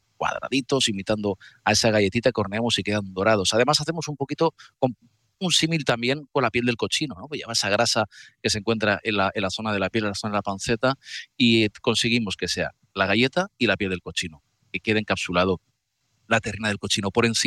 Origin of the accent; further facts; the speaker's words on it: Santander, Cantabria, Spain; soy originario de Santander